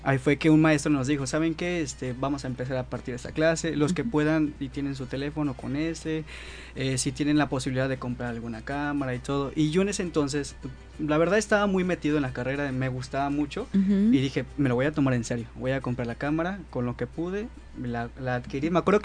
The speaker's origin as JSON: {"language": "Spanish", "town": "Acapulco", "region": "Guerrero", "country": "Mexico", "said": "Yo soy de aquí, de Acapulco."}